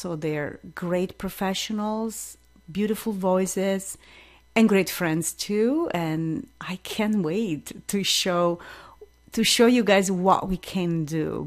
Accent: Turin, Piedmont, Italy; now in New England, United States; your host. I'm from Torino, Italy.

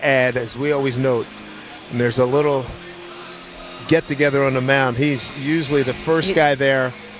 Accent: Philadelphia, Pennsylvania, United States; I grew up in Philly.

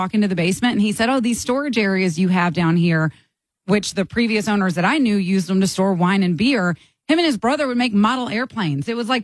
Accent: Augusta, Georgia, United States; I'm from Augusta.

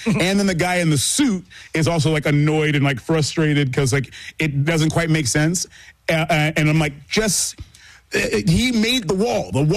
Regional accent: Ghana; they know that I'm Ghanaian. Mm-hmm. You know, my mother's Ghanaian.

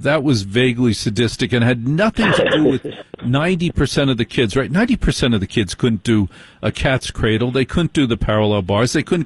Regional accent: Maplewood, New Jersey, United States; moved away; I grew up in Maplewood, so I know the area.

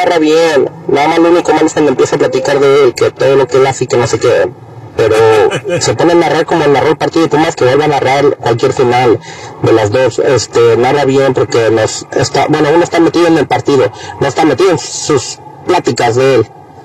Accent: Iguala, Guerrero, Mexico; now in Chicago, United States; Yo soy de allá de Guerrero, de Iguala, Guerrero, donde está el clima bien caliente todo el tiempo, está arriba de 100 grados, te puedo decir. Bueno, allá en México es como 45 por ahí

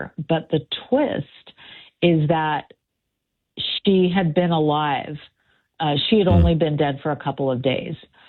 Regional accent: Sacramento, California, United States; And I'm from Sacramento, California.

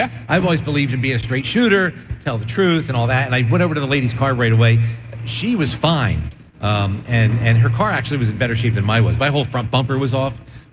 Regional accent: Atlantic County, New Jersey, United States; I've got my hometown buddies here in Atlantic County.

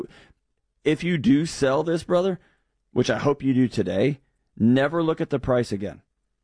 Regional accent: Houston, Texas, United States; Dude, I had friends and family growing up in Houston that worked for that little company called Enron

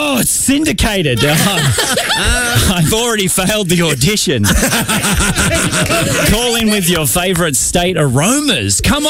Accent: Australia; I'm from Australia. I'm from all the way on the other side of the planet.

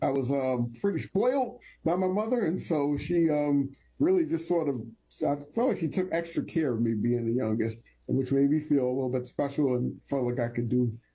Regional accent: Brooklyn, New York, United States; I am from Brooklyn, New York, and I am the youngest of three children.

